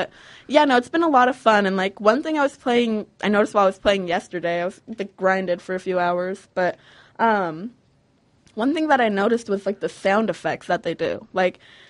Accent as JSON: {"language": "English", "town": "Puyallup", "region": "Washington", "country": "United States", "said": "Yeah, I never have been to Gig Harbor, but I'm from the Puyallup-Tacoma area, so I've heard of it a lot"}